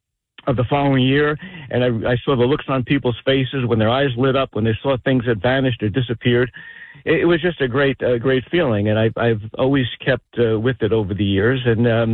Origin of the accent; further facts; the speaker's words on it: Clark, New Jersey, United States; I grew up in Clark.